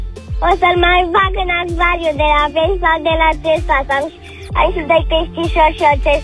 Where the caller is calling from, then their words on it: Bucharest, Romania; din București.